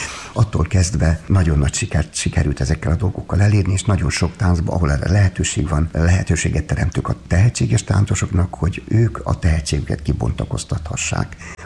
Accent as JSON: {"language": "Hungarian", "country": "Hungary", "said": "nem csak mi magyarok vagyunk ezen jelen"}